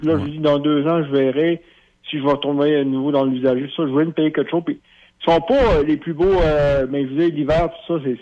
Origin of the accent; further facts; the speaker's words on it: the Maritimes, Canada; mais moi je viens des Maritimes